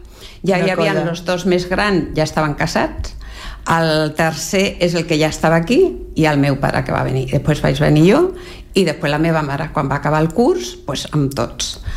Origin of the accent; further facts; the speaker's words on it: Puente Genil, Andalusia, Spain; born there; un que és d'on jo vaig néixer, que abans pertanyia a Sevilla, que es diu Miragenil. I jo vaig néixer a Miragenil.